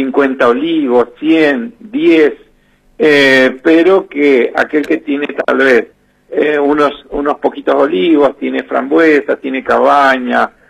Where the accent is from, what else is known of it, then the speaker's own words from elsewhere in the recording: San Juan, Argentina; now in Río Negro, Argentina; lo hago traer de San Juan, compro a un productor ahí cerquita de mi pueblo natal